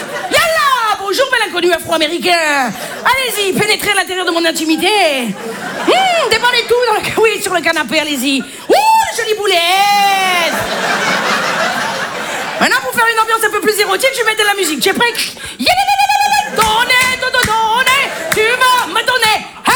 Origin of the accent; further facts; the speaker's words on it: Marseille, Provence-Alpes-Côte d'Azur, France; je suis marseillaise. J'ai pas l'accent.